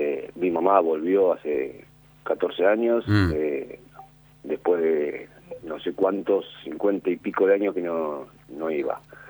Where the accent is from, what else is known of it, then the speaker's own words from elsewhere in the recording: Argentina; porque soy argentino.